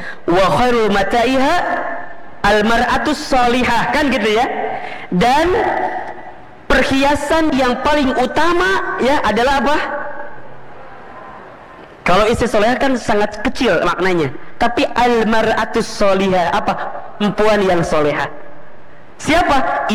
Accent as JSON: {"language": "Indonesian", "town": "Garut", "region": "West Java", "country": "Indonesia", "tie": "born or raised there", "said": "kita orang kampung, orang miskin, orang desa, saya orang Garut aslinya."}